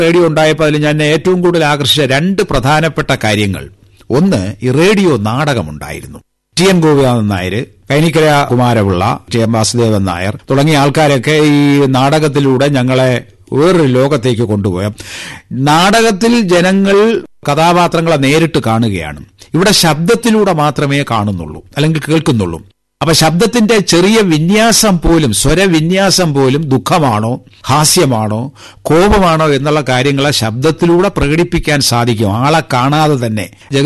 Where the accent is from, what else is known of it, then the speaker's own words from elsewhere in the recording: Anavoor, Kerala, India; കാരണം ഞാൻ ജനിച്ചു വളർന്നത് ഒരു ഗ്രാമത്തിലാണ്. നെയ്യാറ്റിൻകര താലൂക്കിലെ ആനാവൂർ വില്ലേജിൽപ്പെട്ട ഒരു പ്രദേശത്താണ് ഞാൻ ജനിച്ചതും വളർന്നതും.